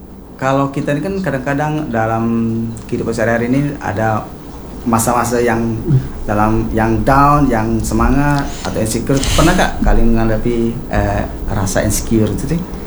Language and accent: Indonesian; Palembang, South Sumatra, Indonesia; kita kan orang Sumsel, orang Palembang.